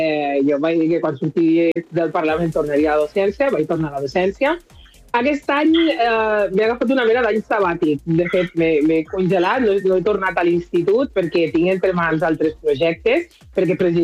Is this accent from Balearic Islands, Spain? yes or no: no; Lleida, Catalonia, Spain; born there; jo soc, me veieu negra, però jo soc nascuda a Lleida, de mare blanca, rosa i gairebé amb els ulls blaus.